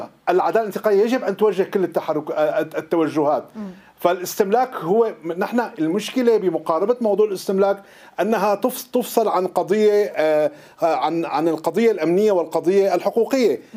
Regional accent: Damascus, Damascus Governorate, Syria; أنا كوني من دمشق

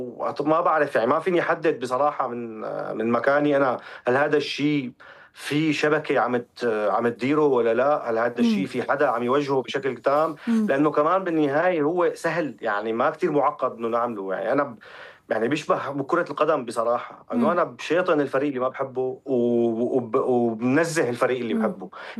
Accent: Syria

